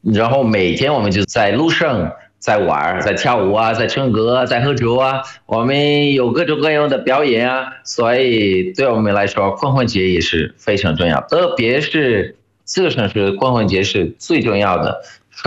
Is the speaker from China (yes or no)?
no; Brazil; moved away; 但是我的老家也不是桑巴舞的，是另外的舞蹈，叫 Frevo。